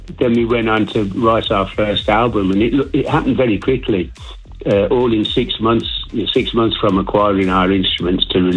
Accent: Birmingham, West Midlands, United Kingdom; I come from Birmingham. It was the wrong side of the tracks, if you like. It was the red light district of Birmingham. And I was surrounded by West Indians and Asians.

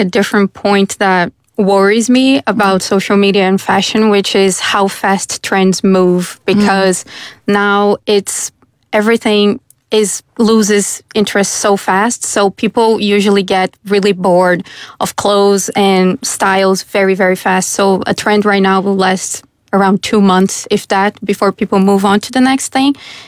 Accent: Brazil; moved away; I come from Brazil, which is a very colorful country.

